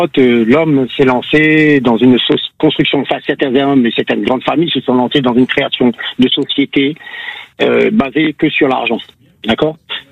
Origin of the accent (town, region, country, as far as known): Réunion, France; now in Canet-en-Roussillon, France